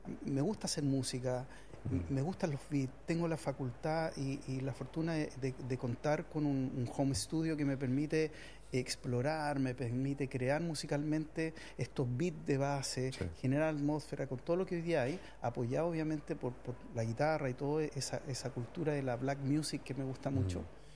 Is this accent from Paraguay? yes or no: no; Santiago, Santiago Metropolitan Region, Chile; nacido y criado de Santiago.